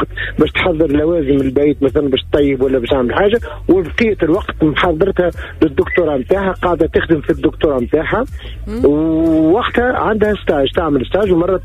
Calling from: Tunis, Tunis Governorate, Tunisia; نعم من 66 من تونس

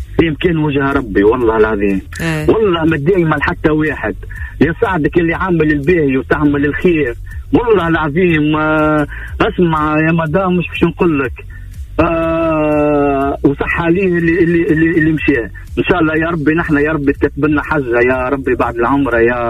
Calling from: Tunis, Tunis Governorate, Tunisia; هاي من تونس

